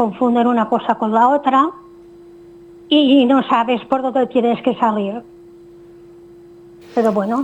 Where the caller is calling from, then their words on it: Es Castell, Balearic Islands, Spain; De Villacarlos.